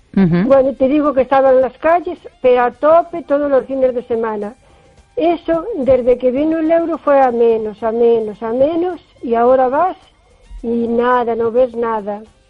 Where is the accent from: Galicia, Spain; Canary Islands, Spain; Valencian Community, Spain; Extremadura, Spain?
Galicia, Spain; O Carballiño